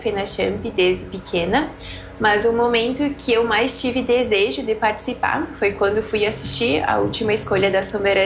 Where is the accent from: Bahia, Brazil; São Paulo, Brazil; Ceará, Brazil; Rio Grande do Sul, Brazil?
Rio Grande do Sul, Brazil; Eu cresci no interior, em Marcorama, onde os meus pais moram até hoje.